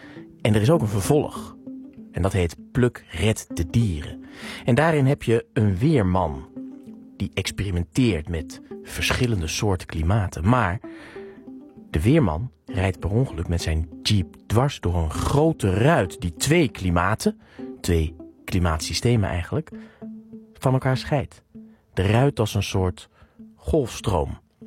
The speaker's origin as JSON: {"language": "Dutch", "town": "Berkel en Rodenrijs", "region": "South Holland", "country": "Netherlands", "said": "En ik kom uit Berkel-Roderijs. En dat is dan weer het geboortedorp."}